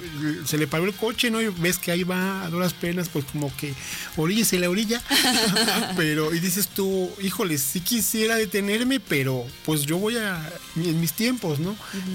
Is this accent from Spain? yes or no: no; Mexico